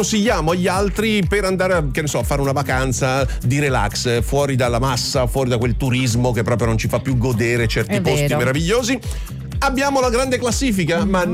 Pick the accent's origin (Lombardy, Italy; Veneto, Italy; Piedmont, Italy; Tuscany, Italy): Piedmont, Italy; Quando ero bambino si andava sui montagne dalle mie parti, in Piemonte, verso il confine svizzera, Olgia, Re, Santa Maria Maggiore, sono dei posti meravigliosi immersi nelle montagne con pochissimi abitanti alcune delle località, tutti familiari